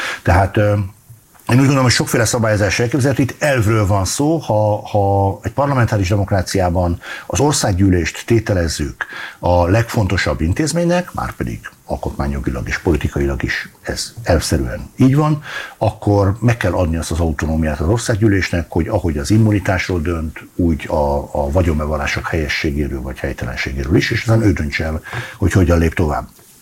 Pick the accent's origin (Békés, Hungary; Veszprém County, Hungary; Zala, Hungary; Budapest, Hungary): Veszprém County, Hungary; Veszprém; szülővárosom révén a Pannon Egyetem vagyona gyarapodott.